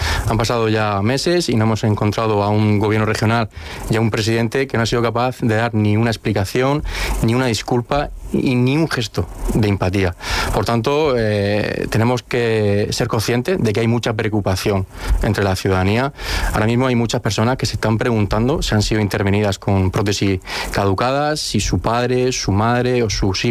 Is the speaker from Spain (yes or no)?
yes; Spain; como todo español, pues muy orgulloso de ser español y contento.